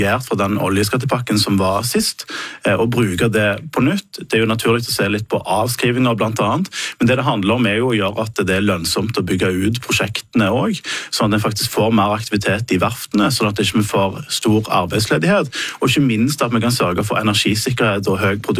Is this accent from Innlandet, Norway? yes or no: no; Stavanger, Rogaland, Norway; jeg kommer fra Stavanger og Vestlandet